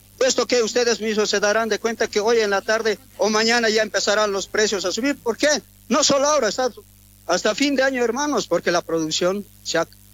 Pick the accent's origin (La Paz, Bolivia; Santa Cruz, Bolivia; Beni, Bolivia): La Paz, Bolivia; Luribay; yo vengo desde el municipio de Luribay, yo soy una familia de las familias regantes, de pequeños productores a nivel nacional de Bolivia.